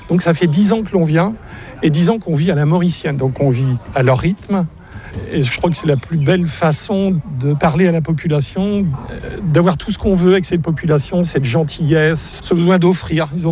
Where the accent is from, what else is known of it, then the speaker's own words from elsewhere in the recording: Plougastel-Daoulas, Brittany, France; Oui, je viens de Brest, Plougastel-Daoulas.